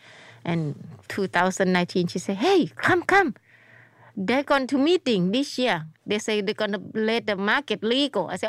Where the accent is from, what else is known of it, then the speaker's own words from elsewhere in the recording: Chiang Mai, Thailand; English is a second language; I grew up in Thailand. I born in Chiang Mai. That's not of the Thailand. It's a beautiful country.